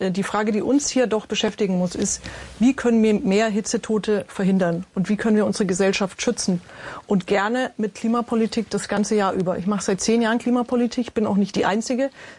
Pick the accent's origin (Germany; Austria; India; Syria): Germany; Bavaria; Wir sind in Bayern, ich komme aus Bayern